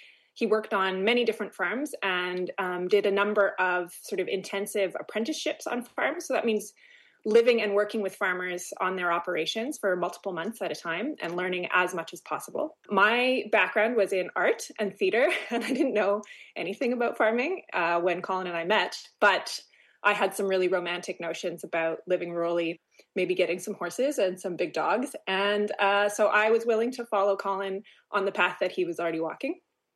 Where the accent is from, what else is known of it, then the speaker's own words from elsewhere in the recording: Winnipeg, Manitoba, Canada; moved away as an adult; now in Clearwater, Canada; we're actually both originally from Winnipeg. We grew up in Wolseley and in the North End. So we didn't grow up as farmers